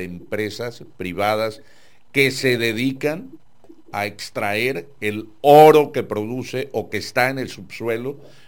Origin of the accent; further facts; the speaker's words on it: Mexico; Digamos que como mexicano lo que nos tocó, tenemos unos litorales, Vicente, impresionantes.